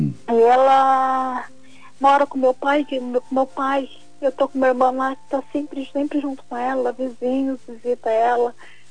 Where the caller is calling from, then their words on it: Pinhais, Paraná, Brazil; Eu falo de Pinhais